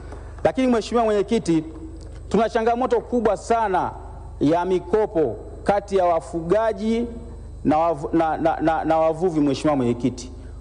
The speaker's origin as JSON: {"language": "Swahili", "area": "Uyui District", "region": "Tabora", "country": "Tanzania", "said": "mimi natokea wilaya ya Uyui ambayo humo humo linapatikana jimbo langu la Igalula mheshimiwa mwenyekiti, ambao mimi naishi pamoja na wananchi wangu wa jimbo la Igalula."}